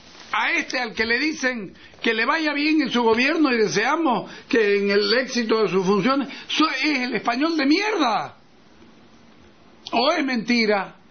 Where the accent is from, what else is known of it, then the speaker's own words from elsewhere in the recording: Bolivia; entre nosotros como bolivianos